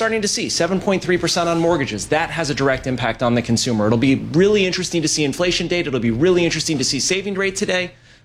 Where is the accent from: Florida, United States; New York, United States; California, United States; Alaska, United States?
California, United States; San Diego; Oh, I grew up in San Diego, so for me, it's definitely Padres.